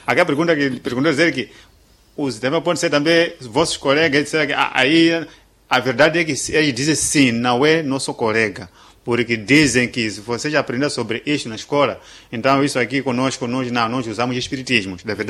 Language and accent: Portuguese; Tete, Mozambique; eu sou moçambicano, sou daqui, mas fui ver um pouco na África do Sul.